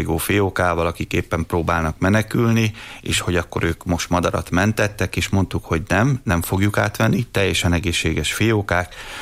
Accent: Miskolc, Borsod-Abaúj-Zemplén, Hungary; born or raised there

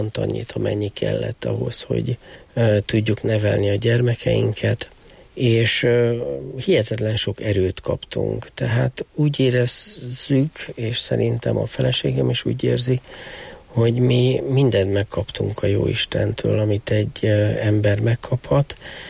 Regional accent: Budapest, Hungary; ahogy a gyerekkoromban jártam, a Budapesten, a 8. kerületben

